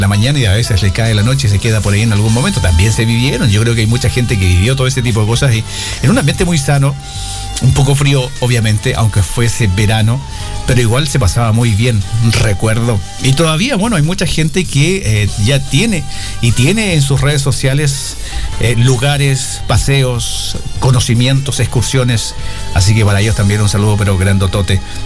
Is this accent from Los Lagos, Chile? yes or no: no; Curacautín, Araucanía, Chile; born there; viví gran parte acá en la ciudad de Curacautín, porque tengo raíces grandes, inmensas, colonos también que llegaron acá y que, bueno, pertenecen a la familia de donde vengo.